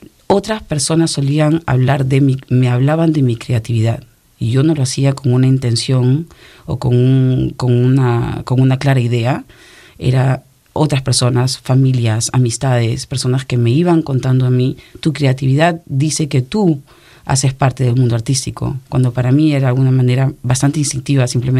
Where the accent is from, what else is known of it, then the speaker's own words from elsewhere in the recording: Peru; moved away as an adult; also born or lived in France; now in United States; una parte de mi niñez la he vivido en Francia, la otra parte entre el Perú, sobre todo en el Perú entre 8 y 18, de 18 a 28 en Francia y después aquí en Estados Unidos